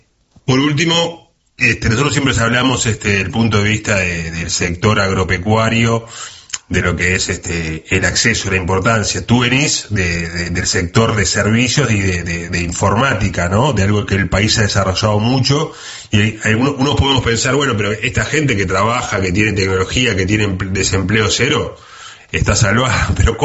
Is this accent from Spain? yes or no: no; Uruguay